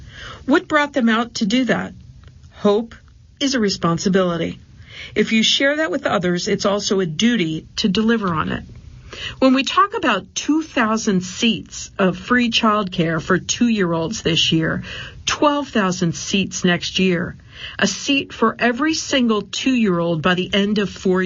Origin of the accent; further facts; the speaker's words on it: Uganda; born there; I was born in Uganda in East Africa.